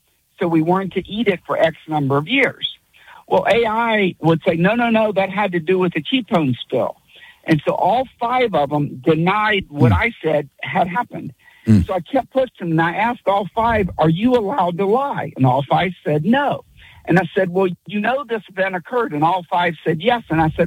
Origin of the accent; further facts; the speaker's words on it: Virginia, United States; I grew up in Virginia, okay?